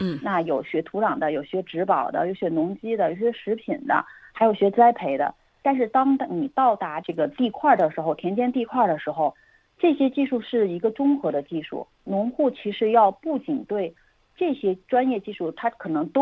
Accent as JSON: {"language": "Chinese", "region": "Sichuan", "country": "China", "moved": "as an adult", "lives_now": "Beijing, China", "said": "因为我是一个南方人，来自四川，所以我刚来北京的时候，就我不太分得清东南西北。从这个2009年从学校毕业走进田间的时候，要融入这个北方社会，确实有一些话是听不太懂的。"}